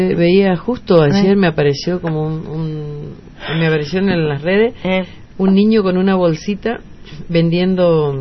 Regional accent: General Pinedo, Chaco, Argentina; yo soy de General Pinedo.

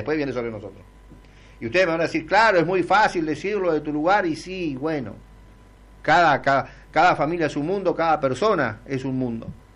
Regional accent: Argentina; Porque soy argentino y sé de todo.

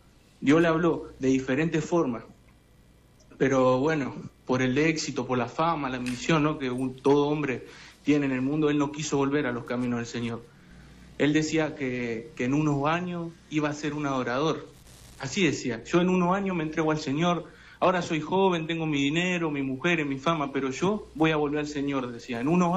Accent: Argentina; now in Europe; aunque nosotros somos argentinos, bueno, yo estoy en Europa, pero aunque nosotros somos latinos en varios países

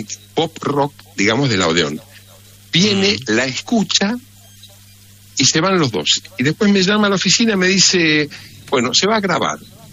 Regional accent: Mercedes, Buenos Aires Province, Argentina; moved away as an adult; now in Buenos Aires, Argentina; soy de Mercedes, de la ciudad de Mercedes, provincia de Buenos Aires.

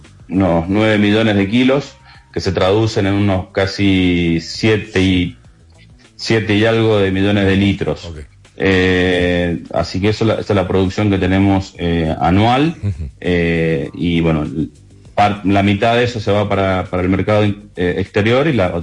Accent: Mendoza, Argentina

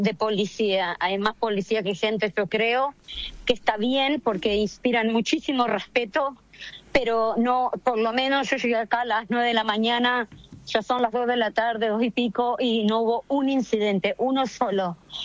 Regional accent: Argentina; dentro del estadio algo va a pasar porque somos argentinos, ¿no? Y tenemos la sangre caliente.

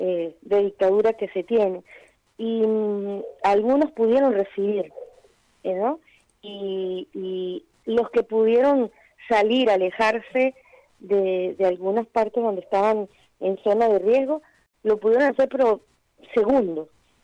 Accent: Venezuela; now in Argentina; nosotros como inmigrantes, como venezolanos que estamos fuera

